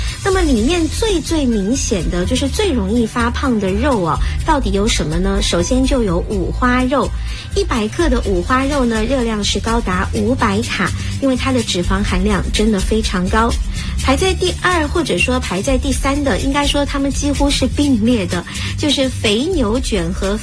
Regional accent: China; 而且我们中国人常说荔枝是很上火的

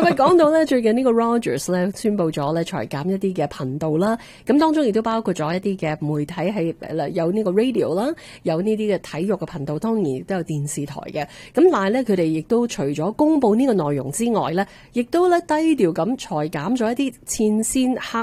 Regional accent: Canada; 其實我哋加拿大人呢都係有自己嘅創意啦

